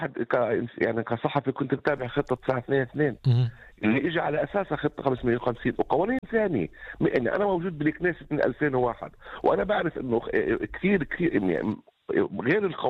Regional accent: Palestine; بده إنه أنا أقول إنه أنا مش فلسطيني، انه انا مش عربي، انه انا فيش لي تاريخ، انه انا فيش لي حضاره.

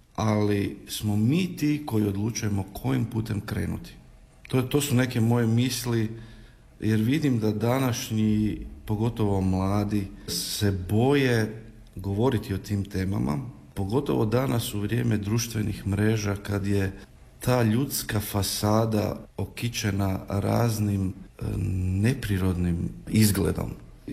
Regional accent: Croatia; tu kod nas u Hrvatskoj

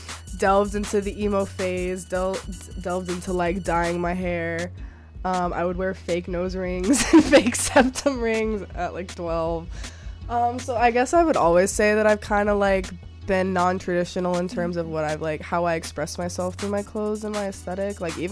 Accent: Cumming, Georgia, United States; also born or lived in Canton; I grew up in Forsyth County in Cumming. If you know, you know.

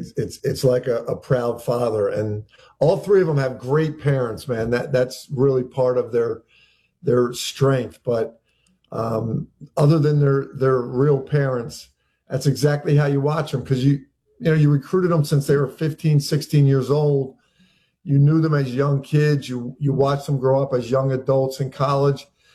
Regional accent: Philadelphia, Pennsylvania, United States; But still, I'm from Philly.

